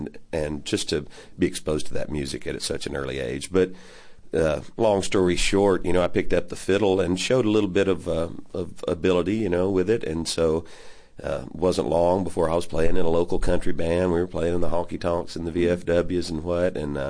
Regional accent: Texas, United States; I grew up in Texas, and I picked up the fiddle at about 11 years old.

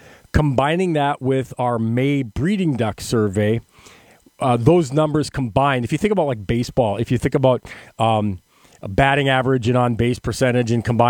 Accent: Valley City, North Dakota, United States; born or raised there; also born or lived in Williston

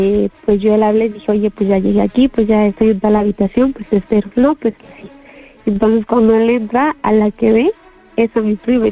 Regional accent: Iztapalapa, Mexico City, Mexico; Sí, de Iztapalapa.

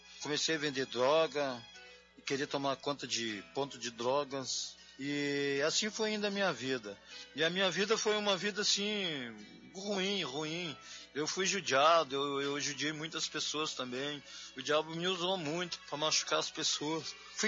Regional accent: Rio Grande do Sul, Brazil; Sou do Rio Grande do Sul.

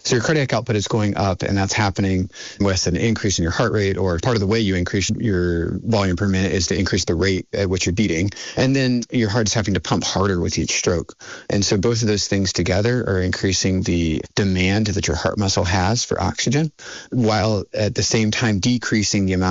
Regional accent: South Carolina, United States; moved away; Or even if you go to the American South, I grew up in South Carolina and it's just normal to have air conditioning in every house.

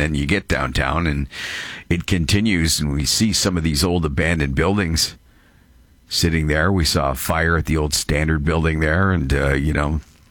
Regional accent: Brantford, Ontario, Canada; now in St. Catharines, Canada; I'm used to that. I'm from Brantford, Ontario.

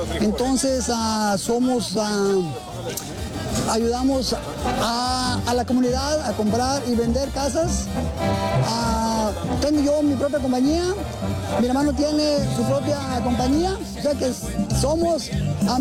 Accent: Santa María de la Paz, Zacatecas, Mexico; now in San José, United States; Mi pueblo es Santa María de la Paz, gente muy buena, muy tranquila.

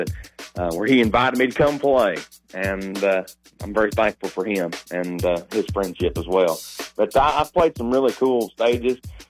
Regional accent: Lancaster, Kentucky, United States; We have a theater in my hometown there in Kentucky, and in Lancaster, Kentucky, where I'm from.

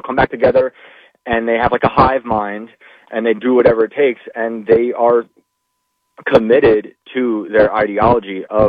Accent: New York, United States; moved away as an adult; now in West Virginia, United States; And I'm in the great state of West Virginia, and I was born and raised in New York. Now I'm in West Virginia for 5 or 6 years

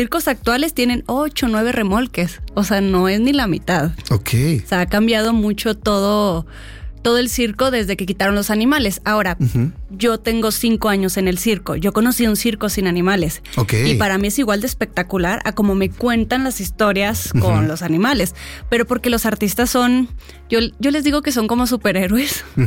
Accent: Monterrey, Nuevo León, Mexico; moved away; porque yo soy de Monterrey, tengo uh-huh. 16 años acá

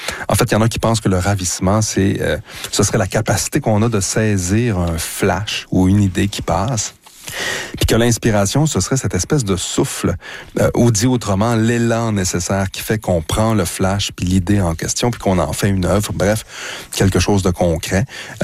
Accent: Drummondville, Quebec, Canada; born or raised there

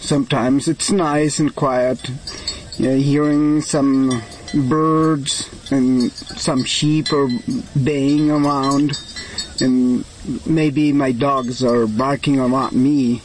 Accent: Huancayo, Junín, Peru; now in United States; I am from Huancayo, Peru, and I work as a sheep herder in the United States.

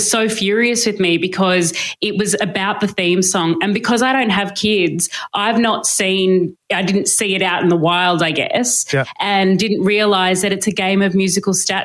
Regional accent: Sydney, New South Wales, Australia; also born or lived in Brisbane; I'm from Sydney

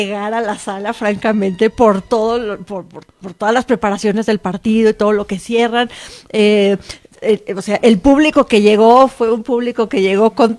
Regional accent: Coyoacán, Mexico City, Mexico; A ver, pero yo soy de Coyoacán, yo soy mexicana, como el nopal.

